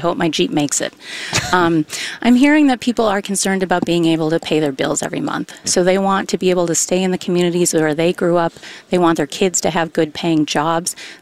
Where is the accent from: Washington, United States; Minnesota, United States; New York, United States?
Minnesota, United States; Hermantown; I grew up in Hermantown to a very working-class union family. My dad was a carpenter and worked at the paper mill. My mom was a nurse for 42 years at St. Essentia.